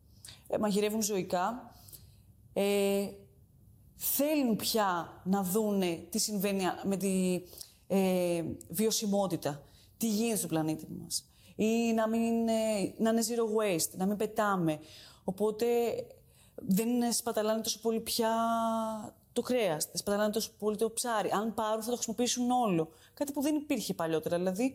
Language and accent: Greek; Greece; also born or lived in Italy; ελληνική κουζίνα είναι ο τόπος μου, είναι η γεύση μου. Δεν μπορεί να φύγει ποτέ αυτό από πάνω μου, έτσι μεγάλωσα.